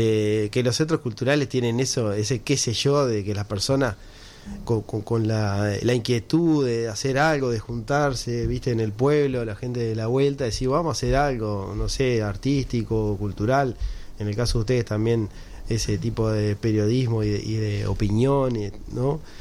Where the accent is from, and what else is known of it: Canelones, Uruguay; born or raised there